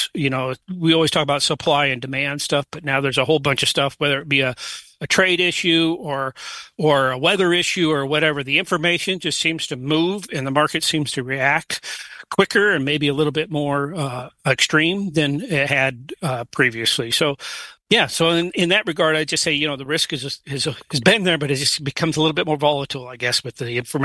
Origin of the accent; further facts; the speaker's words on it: Nebraska, United States; So I grew up in Western Nebraska on a cattle and wheat farm.